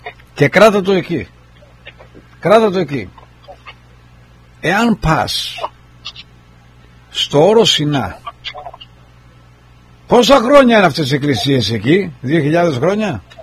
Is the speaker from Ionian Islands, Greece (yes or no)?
yes; Ionian Islands, Greece; είμαστε εδώ πέρα από τα Επτάνησα και δεν το επιτρέπω εγώ από το νησί μου να μου κάνουν την ιστορία μου και τη μυθολογία μου μαύρικη